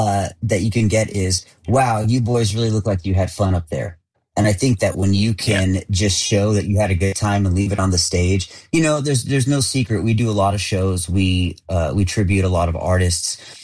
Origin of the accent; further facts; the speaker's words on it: Tucson, Arizona, United States; So I'm from Tucson, Arizona. I was part